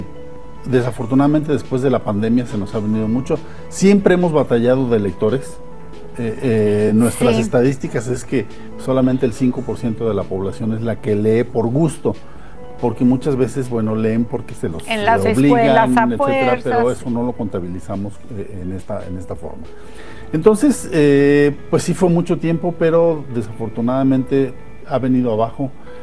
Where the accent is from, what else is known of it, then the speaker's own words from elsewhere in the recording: Querétaro, Mexico; somos puros libreros queretanos